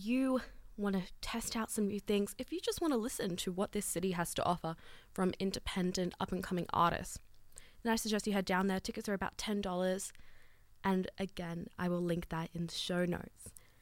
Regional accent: Australia

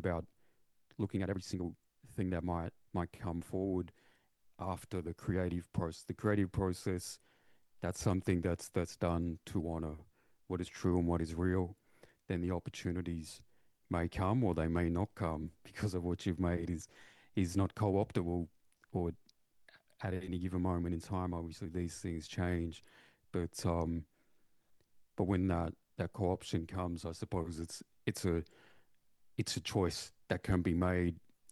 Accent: Victoria, Australia; myself being Yorta Yorta, born and raised on Yorta Yorta Waka, for instance, for me, that's something that's very prominent in terms of my very existence too. And it's part of why I moved back home from Ngarrum to be with the land

